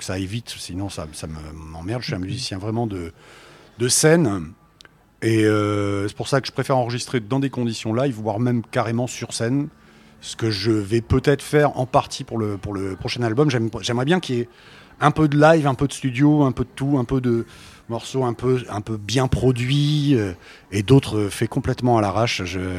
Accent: Aix-en-Provence, Provence-Alpes-Côte d'Azur, France; now in Quercy, France; je suis originaire d'Aix-en-Provence

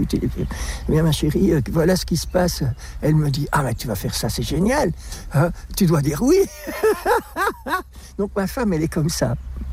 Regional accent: Belgium; On est resté en Belgique, puisque je suis belge.

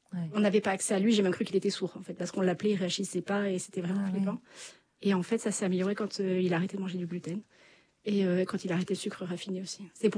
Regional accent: Chambord, Centre-Val de Loire, France; Et moi, je suis originaire de Chambord à la base.

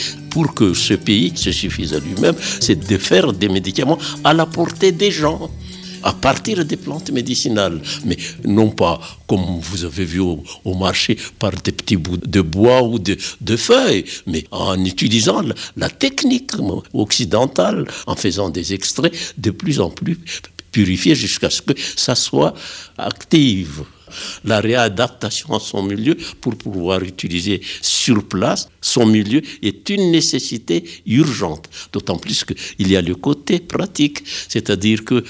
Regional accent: Madagascar; moved away as an adult; Dans mon village natal, on est habitué à Madagascar d'apprendre aux gens, aux enfants, comment utiliser les plantes médicinales

